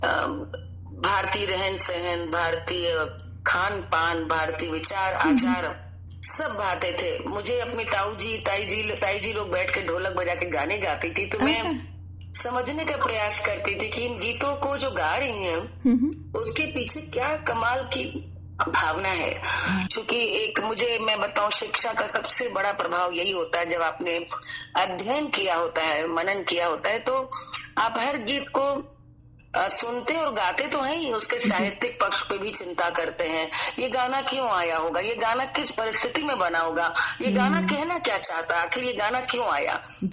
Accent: Gorakhpur, Uttar Pradesh, India; also born or lived in Kannauj; सिवाय इसके कि पूर्वांचल में मैं पली बड़ी

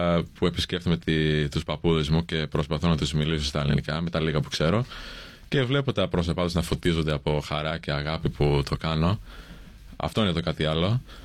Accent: Australia

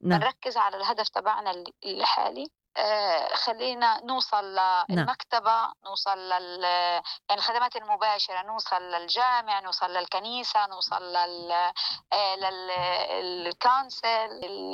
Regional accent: Gaza, Gaza Strip, Palestine; لأنه إحنا عندنا في فلسطين كتير الضيافة مهمة، الابتسامة مهمة، إنك أنت تكوني عندك قبول للآخر مهم، فهذا كلهيته جبته معايا ونقلته هنا. لمة العيلة، أنا كتير بعمل لمات في للأصدقاء حاليا، بلمهم، بقولهم هذه لمة العيلة اللي في غزة.

